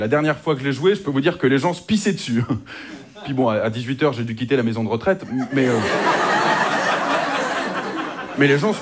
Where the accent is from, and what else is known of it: Hauts-de-France, France